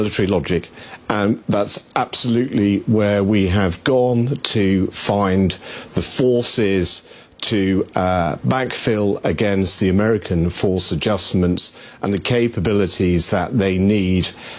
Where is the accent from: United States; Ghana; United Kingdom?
United Kingdom